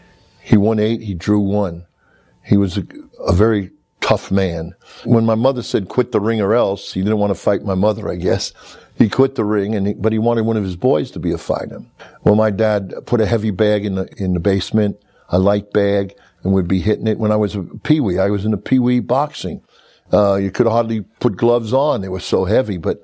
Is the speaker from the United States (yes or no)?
yes; Brooklyn, New York, United States; I come from Brooklyn, New York, a little section in Brooklyn, New York called Coney Island. That's where the amusement center is.